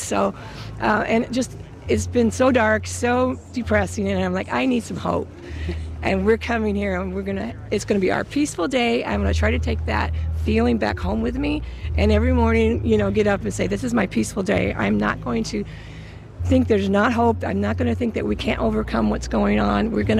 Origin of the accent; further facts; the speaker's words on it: Scottsdale, Arizona, United States; I'm from Scottsdale, Arizona. And I came just for this moment in time.